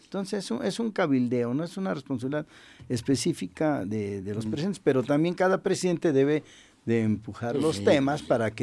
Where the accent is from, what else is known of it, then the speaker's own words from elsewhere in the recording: Puebla, Mexico; como mexicanos, como poblanos